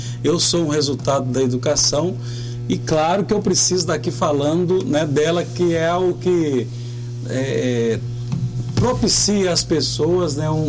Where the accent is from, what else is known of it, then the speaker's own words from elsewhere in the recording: Viçosa, Minas Gerais, Brazil; also born or lived in Porto Firme, Brazil; now in Ubá, Brazil; Eu sou de uma cidade que chama Porto Firme, ao lado de Viçosa, sou natural de lá, fui criado em Viçosa, escolhi Ubá para viver, eu estou em Ubá há 25 anos.